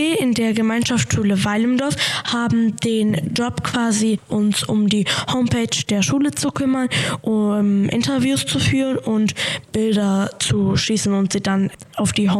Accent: Tbilisi, Georgia; now in Germany; Ich komme nämlich aus Georgien, der Hauptstadt besser gesagt, Tbilisi.

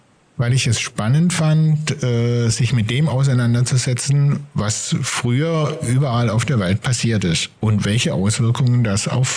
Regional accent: Geislingen an der Steige, Baden-Württemberg, Germany; Ich bin nämlich in Geislingen aufgewachsen.

